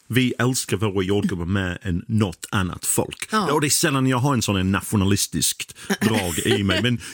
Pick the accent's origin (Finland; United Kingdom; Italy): United Kingdom; England; Swedish is a second language; now in Sweden; Och jag hade nog lite svårt för det i början, för att jag tänkte när jag var fortfarande engelsman. Nu är jag skåning i alla fall. Jag tror att jag blir svensk också.